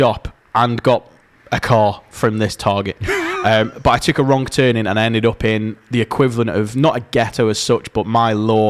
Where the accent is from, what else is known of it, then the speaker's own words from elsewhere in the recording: United Kingdom; as a British person who's so used to mocking stuff like this